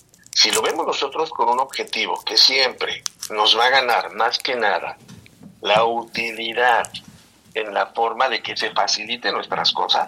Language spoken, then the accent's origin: Spanish; Mexico; Es completamente diferente a somos mexicanos.